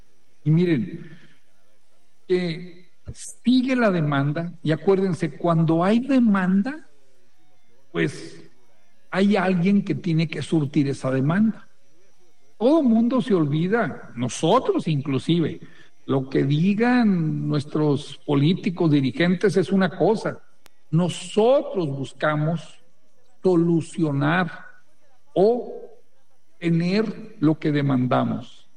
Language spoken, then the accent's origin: Spanish; Mexico